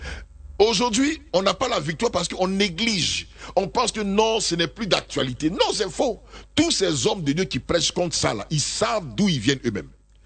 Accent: Côte d’Ivoire; Ça veut dire, aujourd'hui, on est ivoirien.

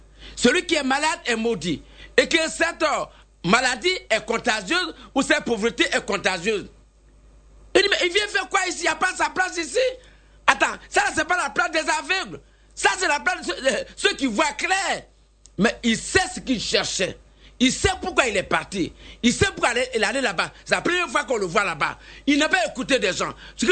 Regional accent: Côte d’Ivoire; chez nous en Côte d'Ivoire

